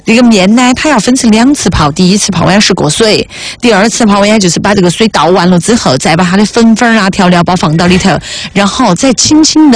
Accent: Sichuan, China

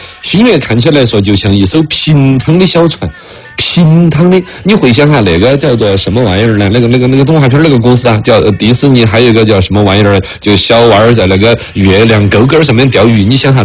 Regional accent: China

